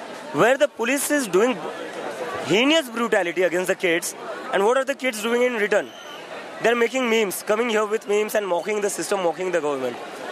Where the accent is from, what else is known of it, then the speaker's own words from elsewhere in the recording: India; moved away as an adult; as an Indian student